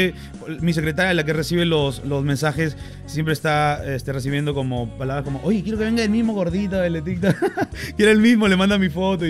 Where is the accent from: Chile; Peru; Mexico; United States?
Peru; Yo soy peruano.